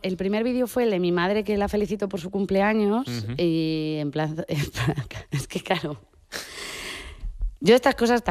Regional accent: Castile and León, Spain; soy de Castilla y ya está

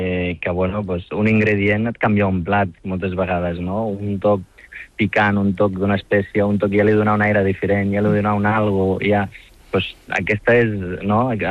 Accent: Morocco; perquè jo vinc del nord del Marroc

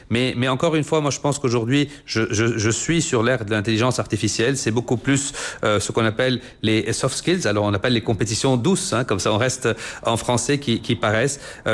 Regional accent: Lebanon; en tant que Libanais, être francophone est un grand atout, à côté de l'anglais et de l'arabe aussi.

